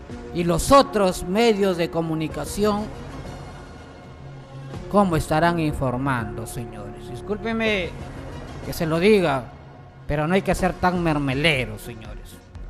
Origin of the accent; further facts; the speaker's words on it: Peru; estamos en el Perú